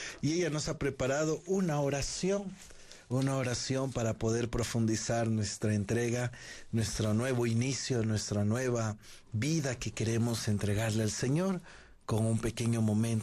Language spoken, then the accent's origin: Spanish; Ecuador